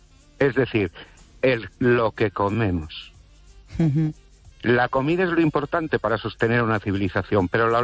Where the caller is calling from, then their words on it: Ourense, Galicia, Spain; Buenas noches, Estéreo. … de Orense.